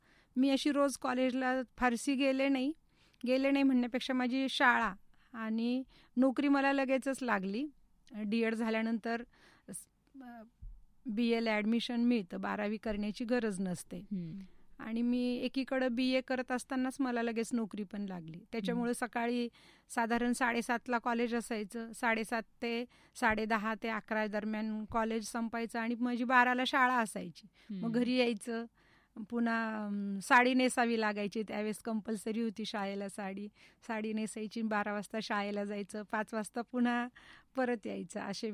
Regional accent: Gangapur, Maharashtra, India; माझं बालपण जे आहे ते औरंगाबाद जिल्ह्यातलं, आत्ता जे संभाजीनगर आहे त्या संभाजीनगरमधल्या गंगापूरला, गंगापूर तालुक्याचं गाव आहे, तर त्या गंगापूरमध्येच माझं बालपण गेलं. तिथेच माझं 10वीपर्यंतचं शिक्षण झालं.

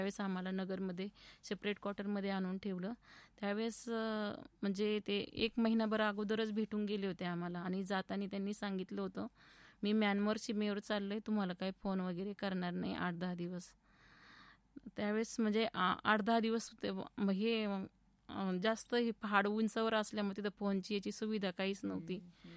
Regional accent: Chambudi, Maharashtra, India; also born or lived in Sarola Adwai / Parner / Pravaranagar; श्रीगोंदा तालुक्यात चांबुडी हे गाव आहे. माझं बालपण माझ्या आईच्या तिकडेच गेल्यानंतर मी मोठी झाल्यानंतर

